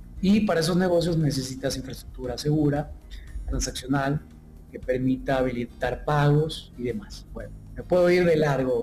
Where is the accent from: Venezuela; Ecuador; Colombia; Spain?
Ecuador; moved away; yo soy originalmente de Ecuador, pero y me ven muy, muy joven, pero he estado emprendiendo desde los 18 años, yo casi tengo 40